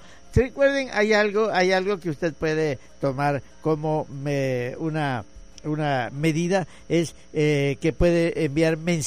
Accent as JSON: {"language": "Spanish", "country": "Mexico", "said": "Nosotros somos mexicanos"}